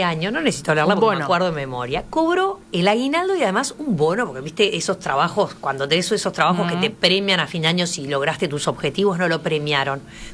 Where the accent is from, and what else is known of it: Uruguay